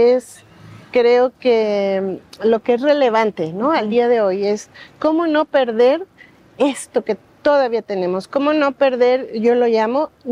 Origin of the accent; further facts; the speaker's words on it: Veracruz, Mexico; mi cultura, mi familia, venimos de la Huasteca Veracruzana